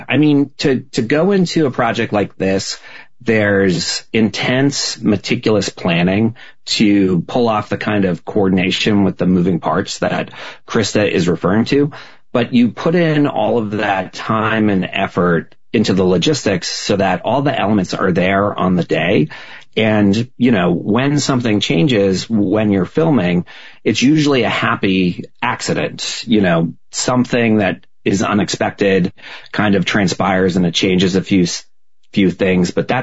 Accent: New England, United States; moved away; also born or lived in New York City; I grew up in New England and I've spent most of my career in New York City. And I've spent time in Florida

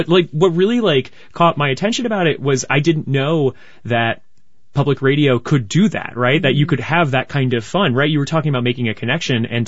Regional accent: Florida, United States; moved away as an adult; now in Central Florida, United States; growing up in South Florida, coming here

